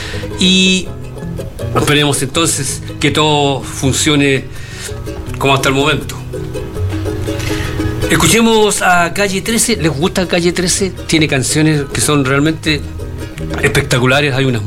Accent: Chile; nosotros chilenos somos americanos

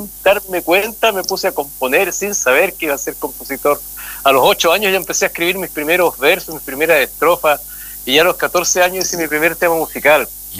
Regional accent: Río Bueno, Los Ríos, Chile; born there; now in Santiago, Chile; No, yo nací en Río Bueno.

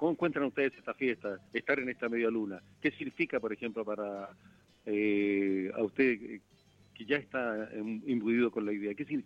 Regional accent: Chile

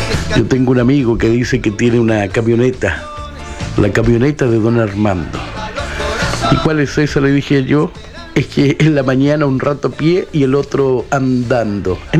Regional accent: Chile

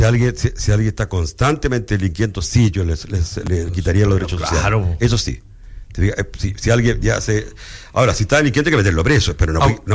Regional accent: Chile; Somos así porque somos chilenos

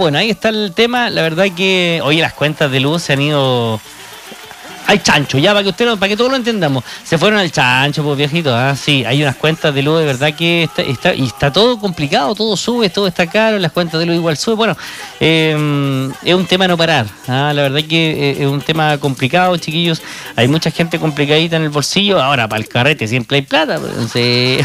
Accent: Chile; así somos los chilenos, ¿eh?

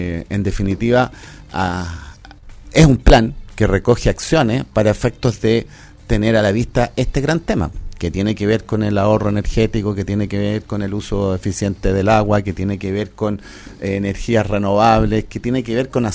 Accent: Chile; como buenos chilenos que somos

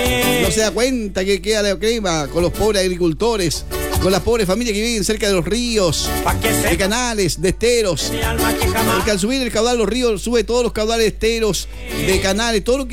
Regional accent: Chile; así somos los chilenos.

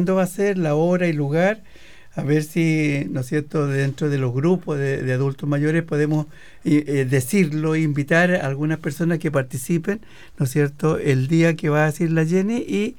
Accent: Chile; porque somos chilenos, somos hermanos todos

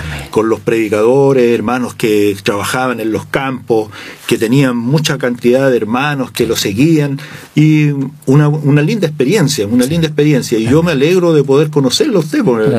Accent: Maule, Chile; Yo soy nacido, criado en Serrano, viví toda la vida con el pastor Joel Vázquez.

